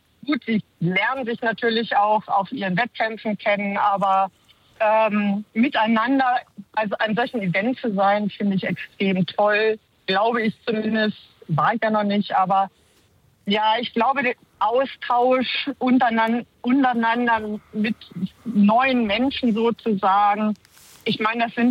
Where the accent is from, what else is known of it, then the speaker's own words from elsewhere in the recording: Hamburg, Germany; aber ich bin ja auch Hamburgerin